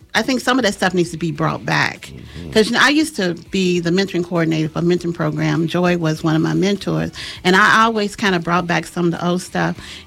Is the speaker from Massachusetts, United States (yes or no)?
no; Lexington, Kentucky, United States; Like you're talking about East End, because we're all from East End.